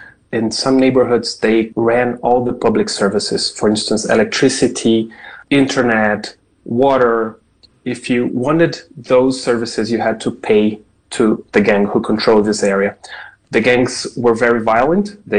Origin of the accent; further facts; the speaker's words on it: Brazil; growing up in Brazil